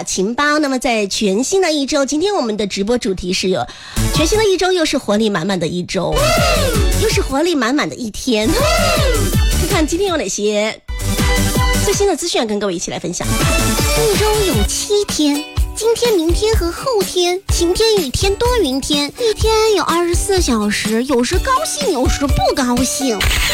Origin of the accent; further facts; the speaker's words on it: Sichuan, China; accent: Sichuanese; 你比如说像我们四川话讲这个称花，四川方言叫层花